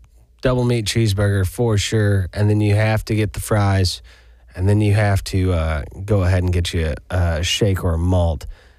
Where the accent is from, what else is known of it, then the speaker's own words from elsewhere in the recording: Stillwater, Oklahoma, United States; I'm from Stillwater, Oklahoma, so, you know, born and raised in the red dirt scene